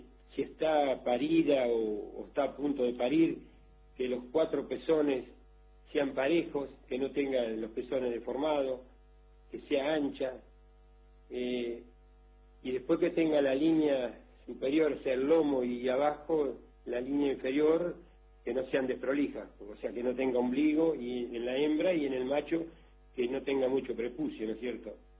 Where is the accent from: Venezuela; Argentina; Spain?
Argentina; Benito Juárez, Buenos Aires Province; also born or lived in Necochea; Mirá, yo nací en Necochea, ah, una familia trabajadora, y a los 8 años a mi padre lo trasladan a Juárez